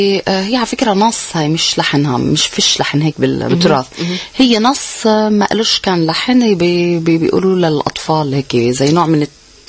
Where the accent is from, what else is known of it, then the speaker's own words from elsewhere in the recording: Palestine; ولدت بفلسطين تحت الاحتلال كل حياتي تحت الاحتلال